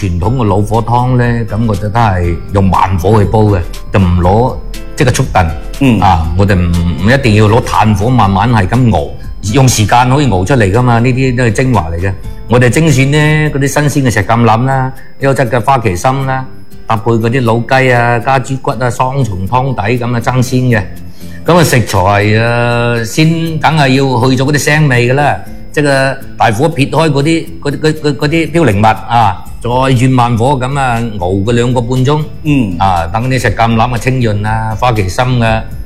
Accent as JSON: {"language": "Cantonese", "region": "Guangdong", "country": "China", "said": "非常適合我哋廣東人"}